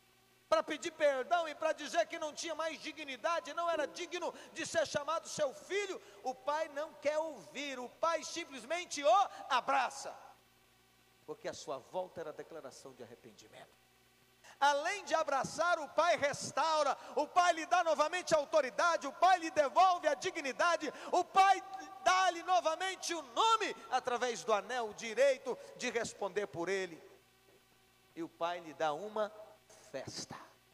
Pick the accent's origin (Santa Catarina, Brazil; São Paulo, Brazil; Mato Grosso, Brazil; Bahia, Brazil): Bahia, Brazil; Eu sou baiano em quase todas as coisas, menos nessa comida.